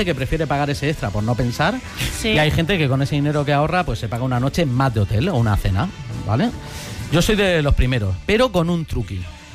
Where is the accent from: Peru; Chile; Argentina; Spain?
Spain; Orihuela, Valencian Community; No vayáis a París. Veniros a mi pueblo, Orihuela.